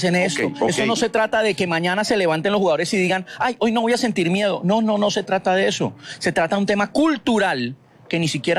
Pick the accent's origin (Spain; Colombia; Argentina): Colombia; nosotros como colombianos